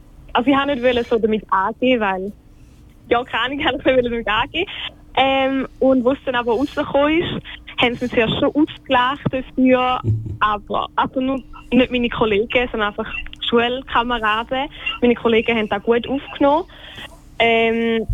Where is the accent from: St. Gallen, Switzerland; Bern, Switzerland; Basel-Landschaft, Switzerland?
St. Gallen, Switzerland; Ich komme aus St. Gallen